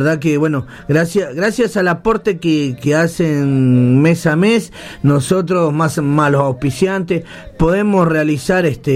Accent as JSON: {"language": "Spanish", "town": "Atamisqui", "region": "Santiago del Estero", "country": "Argentina", "said": "les dejo mi corazoncito atamisqueño, aunque Nori diga que soy de Yacuchiri, le dejo el corazoncito atamisqueño."}